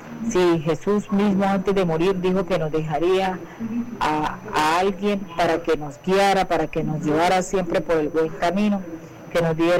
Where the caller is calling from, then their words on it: Colombia; desde Motilones.